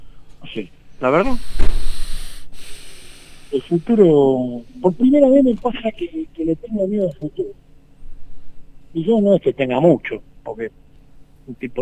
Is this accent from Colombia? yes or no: no; Argentina